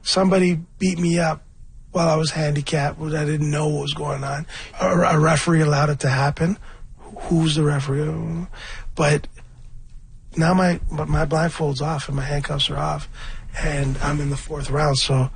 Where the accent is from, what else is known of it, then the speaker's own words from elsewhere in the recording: Scarborough, Ontario, Canada; I'm from Scarborough. I'm a rapper.